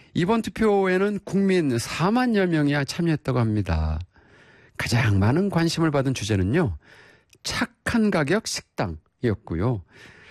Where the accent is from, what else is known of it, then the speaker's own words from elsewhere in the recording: Ganseong, Gangwon, South Korea; born there; moved away; 제가 고향이 태어난 곳이 강원도 저 북쪽 가까운 곳 고성 간성이라는 곳에 태어났거든요.